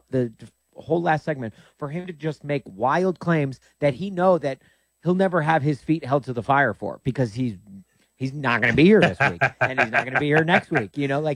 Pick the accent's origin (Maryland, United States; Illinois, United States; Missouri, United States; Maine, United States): Illinois, United States; Chicago; I'm coming from Chicago, so we don't put ketchup on our hot dog, just mustard.